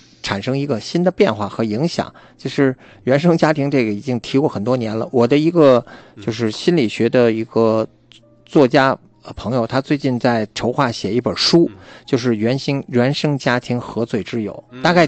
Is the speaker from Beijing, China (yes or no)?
yes; Beijing, China; 我们北京话有个叫挤得你，打压你，